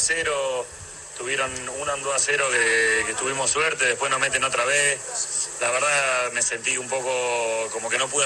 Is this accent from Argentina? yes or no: yes; Argentina